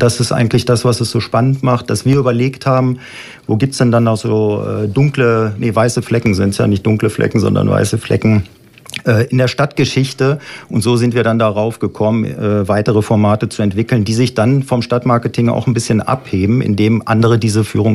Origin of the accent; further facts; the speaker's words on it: Braunschweig, Lower Saxony, Germany; wir sind fast gleich alt, ich bin ein bisschen jünger, 58 Jahre alt, bin gebürtiger Braunschweiger